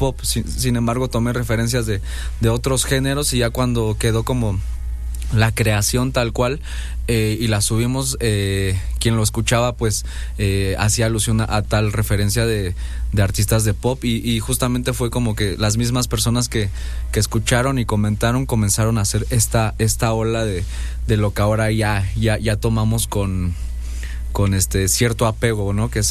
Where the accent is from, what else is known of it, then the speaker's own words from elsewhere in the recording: Mexico City, Mexico; yo crecí en la Gustavo Amadero, ¿no? Uh-huh. Una colonia de por... una delegación de por acá.